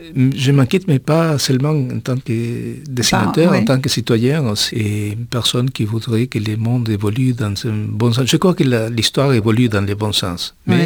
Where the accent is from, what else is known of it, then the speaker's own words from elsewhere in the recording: Uruguay; moved away; ça fait presque 50 ans que je suis parti de l'Uruguay